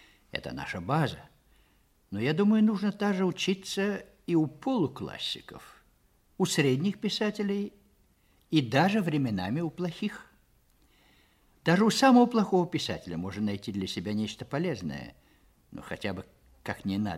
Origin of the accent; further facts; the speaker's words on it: Odesa, Odesa Oblast, Ukraine; born there; Родился в Одессе в 1897 году.